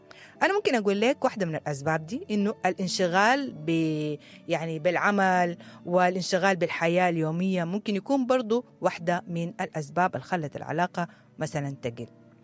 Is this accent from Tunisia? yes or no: no; Sudan; إحنا كمجتمع سوداني معروفين بحبنا للجيرة